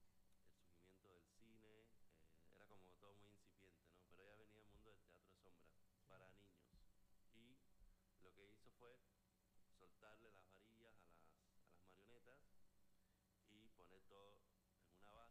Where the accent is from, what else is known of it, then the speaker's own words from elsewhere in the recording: Cuba; now in Buenos Aires, Argentina; vivimos en Buenos Aires. Yo soy cubano.